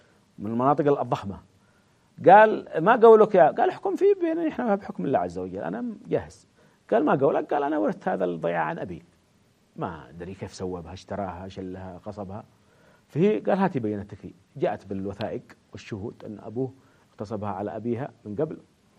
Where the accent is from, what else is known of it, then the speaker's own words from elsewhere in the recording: Yemen; هذه الدولة العادلة الحقيقية هي التي ننشدها كيمنيين.